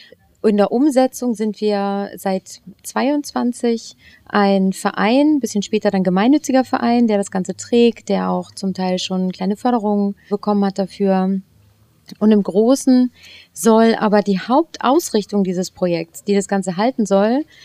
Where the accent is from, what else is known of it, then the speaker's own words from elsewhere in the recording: Hamburg, Germany; ich komme ursprünglich aus Hamburg, habe das Stadtleben sehr ausgenutzt